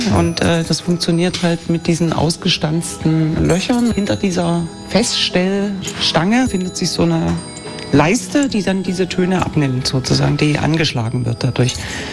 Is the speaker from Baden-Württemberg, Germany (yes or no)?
no; Dresden, Saxony, Germany; now in Oderbruch, Germany; man hört es vielleicht auch nicht, gebürtige Oderbrücherin. Ich komme aus dem Bergland, also aus Dresden.